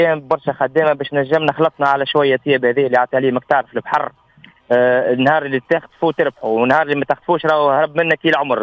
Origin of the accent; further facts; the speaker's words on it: Bizerte Governorate, Tunisia; accent: Bizerte dialect; احنا نقولوا له شرش باللغه الدارجه نتاع بنزرت